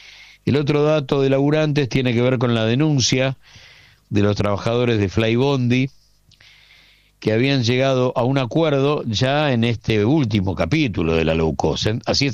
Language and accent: Spanish; Argentina